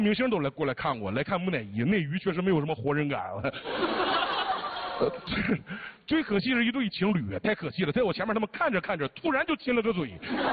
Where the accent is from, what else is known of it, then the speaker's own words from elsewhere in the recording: Dalian, Liaoning, China; now in Shanghai, China; 我也是大连的，我在上海一年都碰不着几个大连的